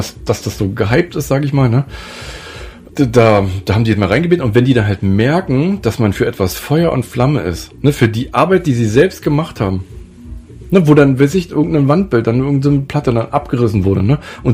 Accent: East Germany, Germany; born there; Ich bin ja auch im Land geboren, was es gar nicht mehr gibt

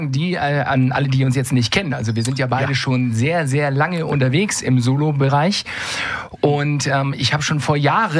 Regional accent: Breiholz, Schleswig-Holstein, Germany; Ich bin ein echtes Nordlicht hier. Ich komme aus Breiholz.

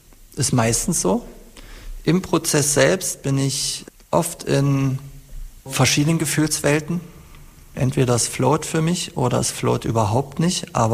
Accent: East Germany, Germany; meinen eigenen persönlichen Erinnerungen an meine Kindheit in der DDR und an meine Jugend im wiedervereinigten Deutschland.

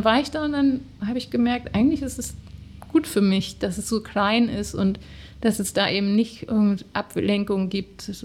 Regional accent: Germany; accent: German; moved away as an adult; also born or lived in Netherlands; ich habe auch irgendwie das mir nicht große Mühe gegeben, irgendwie meinen deutschen Akzent zu verstecken.

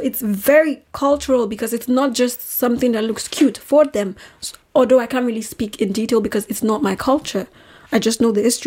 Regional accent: Nigeria; moved away; I grew up in Nigeria. I wasn't black until I moved out of Nigeria. I was just

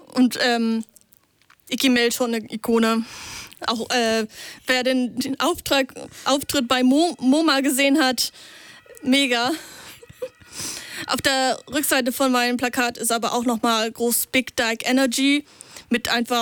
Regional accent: Lower Saxony, Germany; Ich komme eher aus der Richtung von Stade. Stade, Buxtehude, mehr so die Ecke.

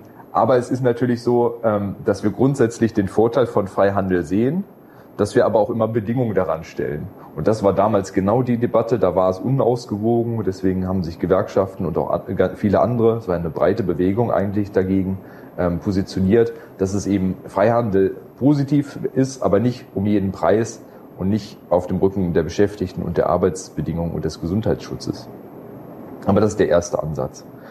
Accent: Stuttgart, Baden-Württemberg, Germany; Ja, das ist noch regional, also als Stuttgarter muss ich sagen, oder?

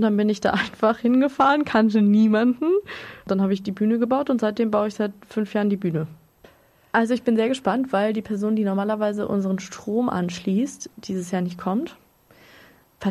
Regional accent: Lörrach, Baden-Württemberg, Germany; now in Freiburg, Germany; weil ich bin aus Lörrach und kannte das Café Irrlicht nicht wirklich, was ja irgendwie da so ein bisschen mit verbandelt ist, zumindest politisch würde ich jetzt mal sagen. Und bin dann nach Freiburg gezogen

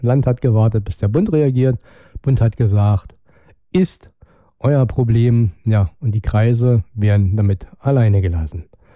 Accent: Brandenburg, Germany; Und die Ministerin sieht das natürlich anders, wie wir als Brandenburger das auch anders sehen

